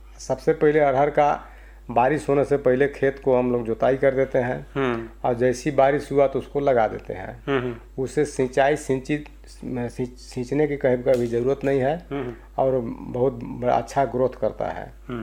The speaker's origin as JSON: {"language": "Hindi", "town": "Daltonganj", "region": "Jharkhand", "country": "India", "tie": "born or raised there", "said": "आज जनरली बाज़ार व्यवस्था तो वैसे मेरा शहर डाल्टनगंज है"}